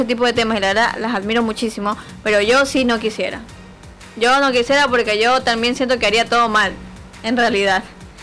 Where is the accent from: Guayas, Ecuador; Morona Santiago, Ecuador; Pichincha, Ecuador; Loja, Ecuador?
Guayas, Ecuador; Guayaquil; yo como ecuatoriana, guayaca